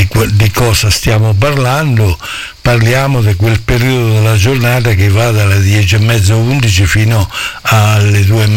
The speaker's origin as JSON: {"language": "Italian", "town": "Montappone", "region": "Marche", "country": "Italy", "tie": "born there", "said": "detto da me che sono nato a Montappone, che dove i cappelli si fanno per tutto il mondo"}